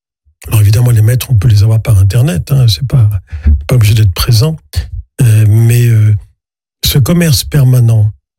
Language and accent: French; Morocco; moved away; Venant d'un pays arabe, pour moi, c'était la moindre des choses. Et dans ma jeunesse, au Maroc, je n'avais pas connu ça. On était des Français du Maroc, c'était avant l'indépendance, on est resté après l'indépendance.